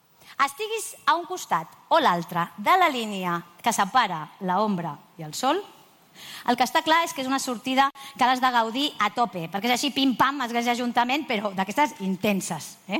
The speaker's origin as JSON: {"language": "Catalan", "town": "Sitges", "region": "Catalonia", "country": "Spain", "tie": "born there"}